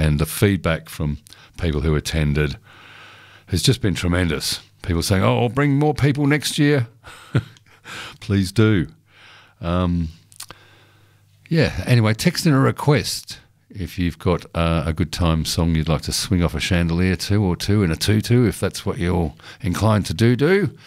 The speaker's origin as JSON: {"language": "English", "town": "Woodend", "region": "Victoria", "country": "Australia", "tie": "born or raised there", "also_born_or_lived": "Ladbroke Grove, London", "said": "growing up in Woodend"}